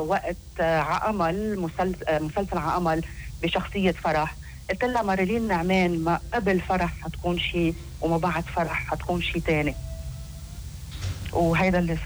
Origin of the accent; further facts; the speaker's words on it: Lebanon; نحن كمواطنين لبنانية